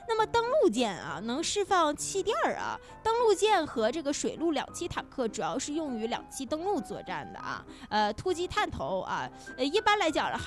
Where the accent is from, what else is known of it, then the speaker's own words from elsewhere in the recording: China; 身为中国人，我真是还是那句话，我真的觉得我太骄傲了。